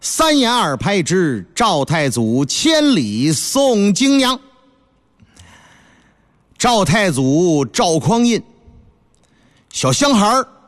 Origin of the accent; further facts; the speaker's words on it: Northeast China, China; accent: Northeastern Mandarin; 按我们老家东北话说